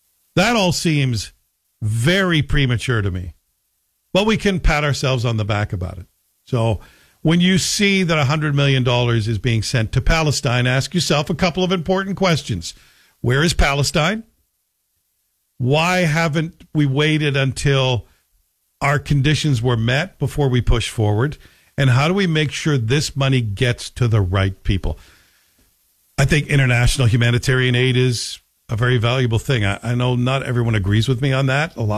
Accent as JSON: {"language": "English", "country": "Canada", "said": "as a Canadian, I'd be happy to spend that part of my tax dollars."}